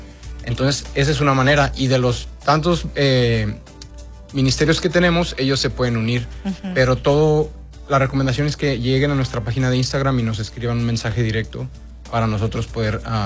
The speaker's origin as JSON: {"language": "Spanish", "country": "Mexico", "said": "Yo como mexicano"}